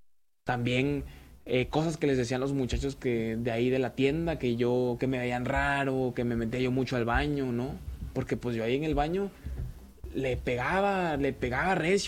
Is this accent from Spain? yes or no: no; San Andrés Tuxtla, Veracruz, Mexico